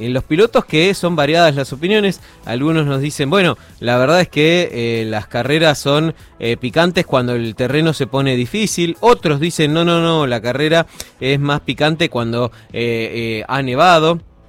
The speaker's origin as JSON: {"language": "Spanish", "country": "Argentina", "said": "hablo como argentinos"}